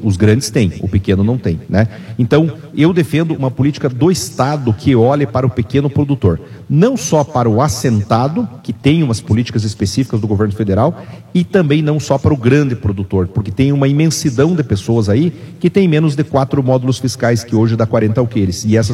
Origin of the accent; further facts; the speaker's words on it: Clevelândia, Paraná, Brazil; now in Pato Branco, Brazil; com a cidade de Clevelândia. Nós temos um apreço muito grande pela terra onde eu nasci e onde eu vivi muitos anos